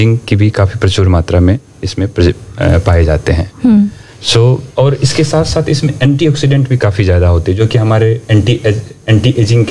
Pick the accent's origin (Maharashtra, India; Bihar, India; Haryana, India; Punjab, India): Bihar, India; जैसे हमारे यहाँ बिहार में अगर हम लोग बात करें तो किशनगंज का एक जिला है अपना, हमारा किशनगंज जिला है